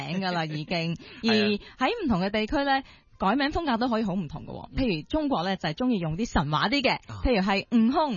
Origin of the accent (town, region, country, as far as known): Hong Kong